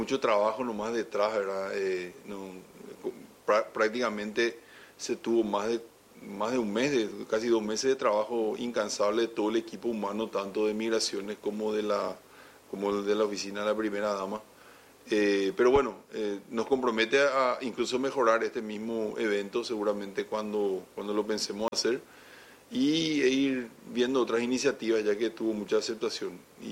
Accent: Paraguay

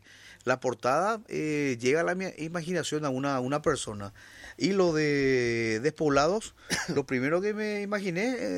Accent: Paraguay; los paraguayos siempre tenemos que decir modestia aparte.

